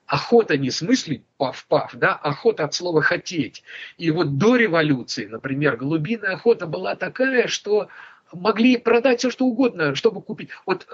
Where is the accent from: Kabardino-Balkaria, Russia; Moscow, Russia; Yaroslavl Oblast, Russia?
Moscow, Russia; я же старенький, да? Мне 60 лет, поэтому я застал еще вот такую Москву с голубятнями. Я помню свое детство, я вырос на Арбате.